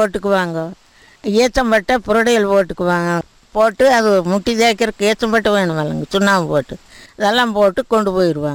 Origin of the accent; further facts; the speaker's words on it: Vadaputhur, Tamil Nadu, India; ஆமாங்க, கிணத்துக்கடவு கிட்ட வடபுதூர். நான் பிறந்து வளர்ந்தது அந்த ஊர்.